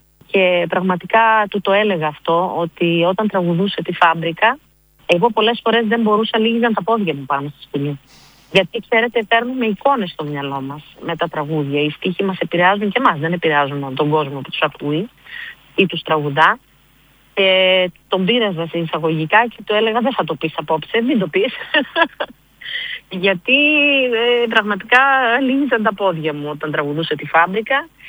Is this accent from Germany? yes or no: yes; Ludwigshafen, Rhineland-Palatinate, Germany; moved away; υπήρχαν άνθρωποι οι οποίοι δουλεύανε στα εργοστάσια της BSS εκεί κοντά στο Λουτφιξάφιν όπου μεγάλωσα.